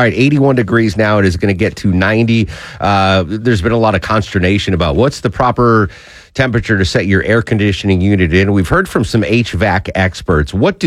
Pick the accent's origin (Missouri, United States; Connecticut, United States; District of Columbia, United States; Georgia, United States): Connecticut, United States; I grew up in the Connecticut, we didn't have central air conditioning.